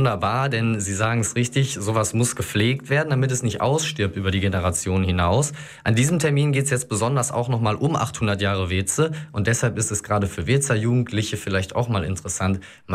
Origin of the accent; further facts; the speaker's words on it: Geldern, North Rhine-Westphalia, Germany; born there; Ich bin als gebürtiger Gelderner ja hier im Norden dann schon wieder fast ein Ausländer, könnte man sagen. Also lokal sind da doch einige Unterschiede im Platt zu erkennen